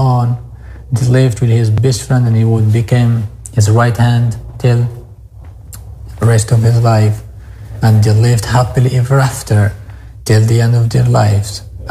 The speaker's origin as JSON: {"language": "English", "country": "Morocco", "second_language": "English"}